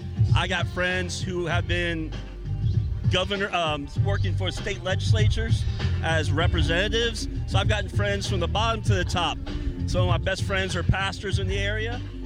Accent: Texas, United States; I was raised in outside Dallas, Texas. So I'm a Texas transplant, but I've lived in six different states.

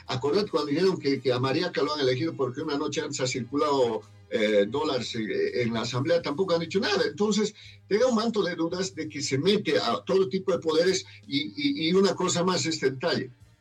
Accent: Bolivia; los que quedamos mal en todo esto somos los bolivianos, ¿no?

